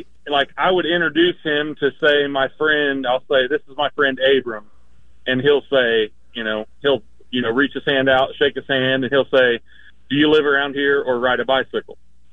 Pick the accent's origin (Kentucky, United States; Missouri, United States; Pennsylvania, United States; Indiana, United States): Indiana, United States; Kokomo; I had a couple questions for you. I'm from Kokomo, Indiana.